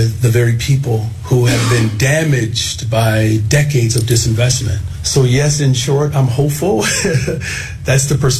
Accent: Chicago, Illinois, United States; But if that's the only thing as a Chicagoan, especially as a black Chicagoan, if that's the only coverage that you are experiencing

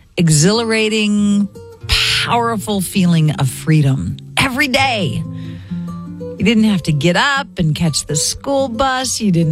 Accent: Oregon, United States; I can remember as a kid growing up on the Oregon coast

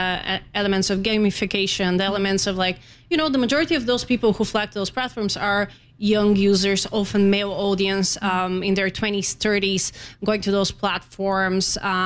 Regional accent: Bulgaria; moved away; I'm from Bulgaria

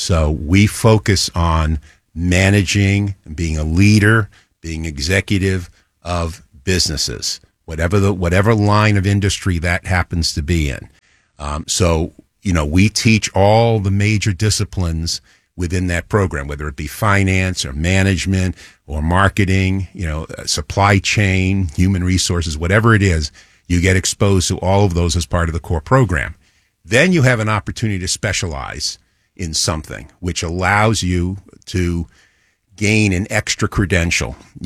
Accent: New York City, New York, United States; also born or lived in Northern Virginia; now in New Jersey, United States; I grew up in New York City

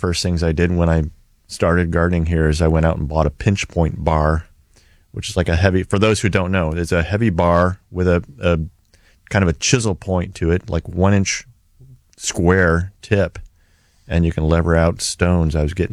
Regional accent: South Bend, Indiana, United States; moved away as an adult; I grew up in South Bend, Indiana

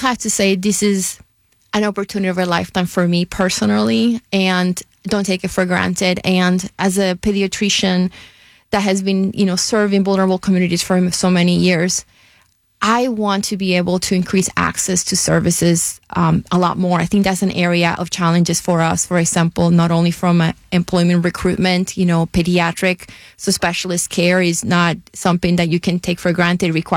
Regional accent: Carolina, Puerto Rico; moved away as an adult; now in Pittsburgh, United States; I actually grew up in the same town where Roberto Clemente family is from.

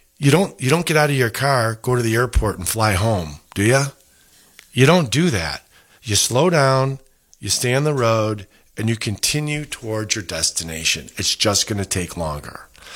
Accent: Rochester, United States; I'm here in the Rochester office, back to my hometown where I was born and bred

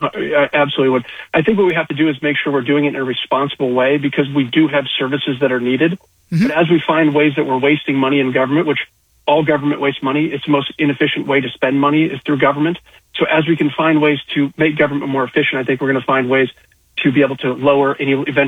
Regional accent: Iowa, United States; Born and raised in Iowa, live in Iowa.

